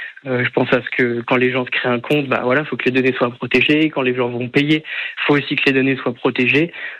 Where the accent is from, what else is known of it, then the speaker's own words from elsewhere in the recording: Sens, Bourgogne-Franche-Comté, France; Bah, vu que je suis originaire de Sens, j'ai l'habitude de boire du Chablis, de l'Irancy